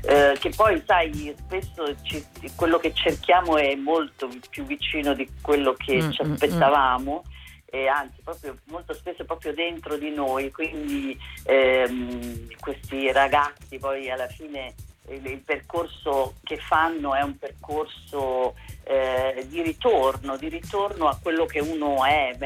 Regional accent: Trieste, Friuli-Venezia Giulia, Italy; now in Rome, Italy; Io vengo da Trieste

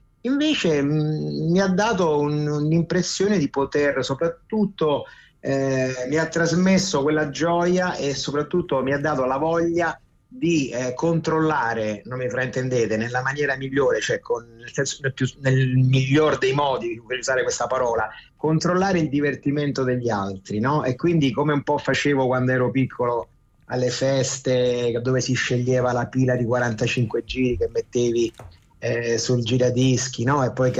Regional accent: Rome, Lazio, Italy; l'Italia è sempre il mio paese, ma Roma soprattutto è la mia città, quindi comunque mi fa bene stare un po' qua e un po' di là.

